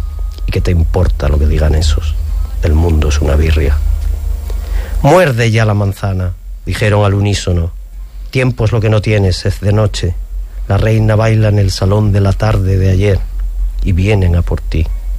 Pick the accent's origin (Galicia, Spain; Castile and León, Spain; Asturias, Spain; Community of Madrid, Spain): Asturias, Spain; now in Huelva, Spain